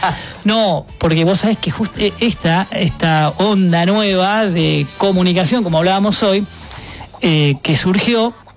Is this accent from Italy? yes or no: no; La Pampa, Argentina; moved away